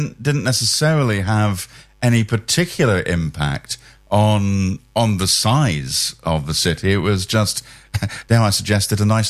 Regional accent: Colchester, East of England, United Kingdom; born there; I grew up in part in Colchester, which was bigger than Chelmsford.

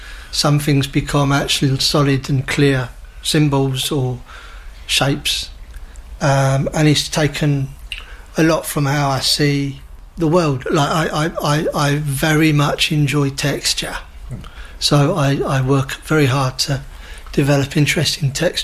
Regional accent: United Kingdom; And I think, as British people, incidentally, Helen's Canadian, Karen's Northern Irish, so, yeah.

